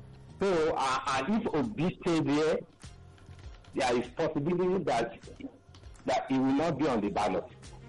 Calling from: Ejigbo, Lagos, Nigeria; I'm calling from Ejigbo.

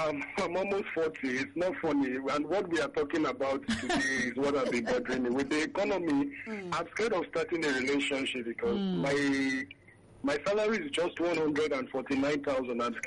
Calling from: Lagos, Nigeria; I'm calling from VI right now.

